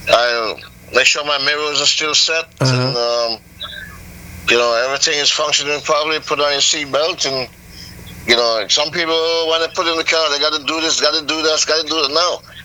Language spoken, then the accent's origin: English; Canada; moved away; Remember, I grew up in Canada.